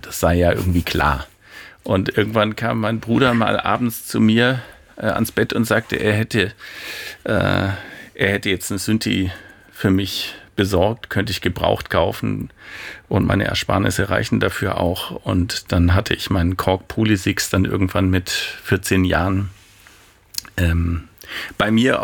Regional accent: Esslingen, Baden-Württemberg, Germany; Das war in Esslingen, wo ich aufgewachsen bin, am Neckar, alles, konnte man alles ganz gut bekommen und das ist durchaus auch prägend natürlich gewesen und geblieben.

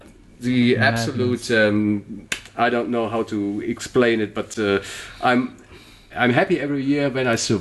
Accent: Cologne, North Rhine-Westphalia, Germany; I'm originally from Cologne, but I'm fed up with Carnival.

